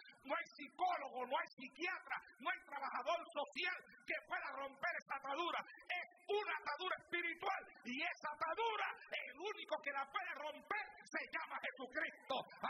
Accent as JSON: {"language": "Spanish", "town": "Santa Isabel", "country": "Puerto Rico", "tie": "born or raised there"}